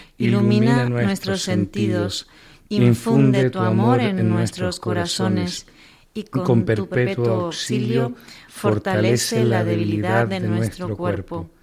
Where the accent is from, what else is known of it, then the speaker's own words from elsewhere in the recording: Chile; moved away; also born or lived in England; yo soy chileno, de padre y madre chileno. La verdad que también tuve un nacimiento también un poquillo particular porque yo nací también en Inglaterra.